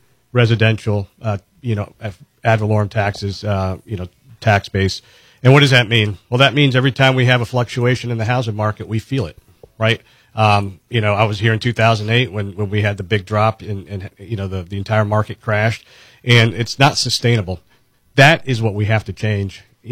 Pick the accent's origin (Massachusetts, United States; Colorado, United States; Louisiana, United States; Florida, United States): Florida, United States; Titusville; I'm born and raised here in Florida, right? I was born in Titusville, Florida.